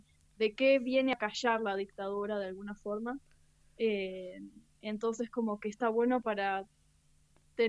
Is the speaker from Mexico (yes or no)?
no; El Bolsón, Río Negro, Argentina; por ahora somos de Bolsón y Pueblo, y El Hoyo